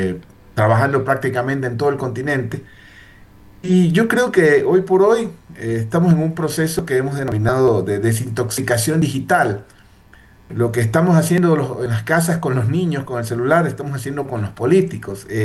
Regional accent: Columbe, Chimborazo, Ecuador; la parroquia Columbe, Cantón Colta, de donde yo soy originario, oriundo, y toda mi familia.

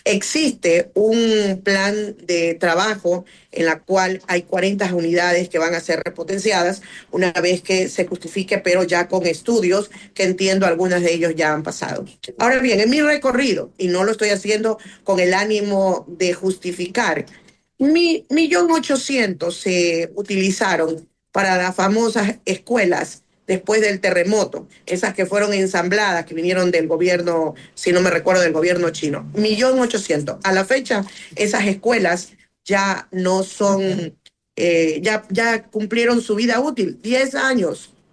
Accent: Manabí, Ecuador; Yo vengo de otro lugar, soy manabita, sí.

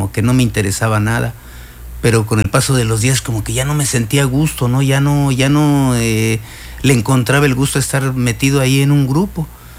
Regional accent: Mexico City, Mexico; Estuve a punto de morir allá en la Ciudad de México. Yo vengo de la Ciudad de México

